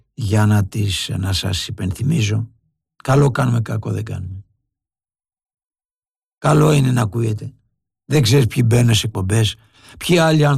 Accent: Livadeia, Central Greece, Greece; από Λιβαδιά, κύριε Ηλία.

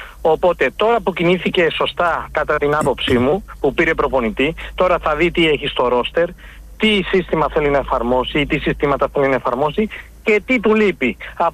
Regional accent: Balearic Islands, Spain; Greek is a second language; που τον είχαμε εδώ στο νησί μου, στη Μαγιόρκα.

